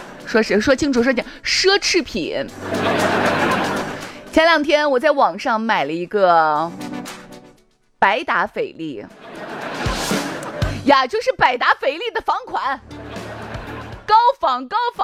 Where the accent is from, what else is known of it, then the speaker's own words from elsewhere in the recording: Shaanxi, China; 我们陕西话是 SS 是个半语子，就是舌头是半，